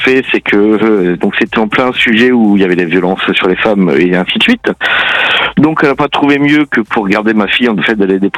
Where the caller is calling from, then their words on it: Normandy, France; Moi je suis en Seine-Maritime.